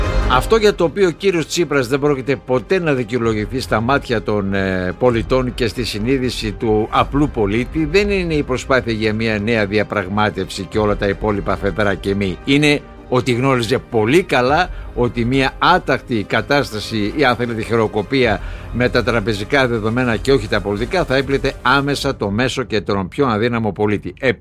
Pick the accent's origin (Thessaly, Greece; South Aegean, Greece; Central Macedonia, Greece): Central Macedonia, Greece; Gazoros; στο χωριό μου στο Γάζαρο Σερών